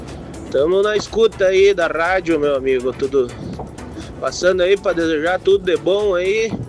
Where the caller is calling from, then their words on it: Tenente Portela, Rio Grande do Sul, Brazil; eu sou de Tenente Portela.